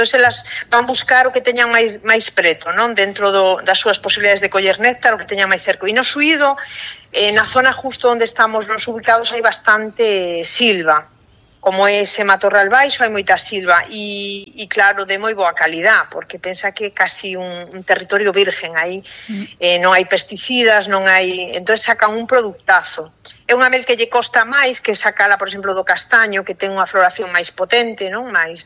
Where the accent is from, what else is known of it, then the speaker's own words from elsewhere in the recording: Beirán, Galicia, Spain; Eu son de Beirán, veciña aí de Valladares tamén, claro.